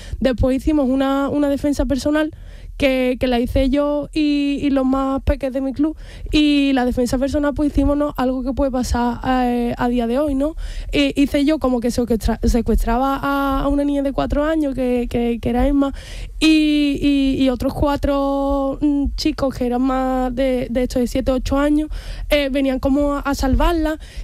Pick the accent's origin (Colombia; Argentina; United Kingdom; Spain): Spain; Andalusia; De ellos, somos 126 andaluces.